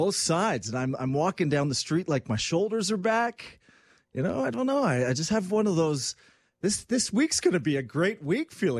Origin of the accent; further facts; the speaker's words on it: Quebec, Canada; growing up in Quebec meant to me